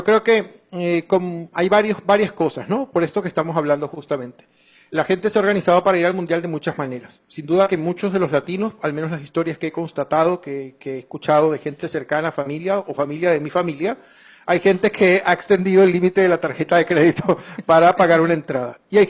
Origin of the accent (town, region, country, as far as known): Venezuela